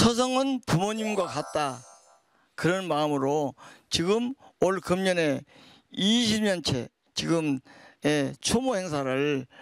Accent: Damyang, South Jeolla, South Korea; 저는 전남 담양이 고향이거든요.

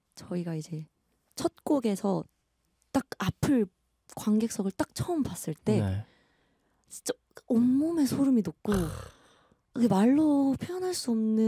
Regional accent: Gyeonggi Province, South Korea; 경기도입니다.

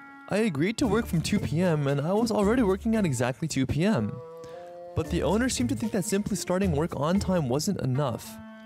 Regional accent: Australia; now in Korea; from Australia, and I have been living in Korea for 3 years.

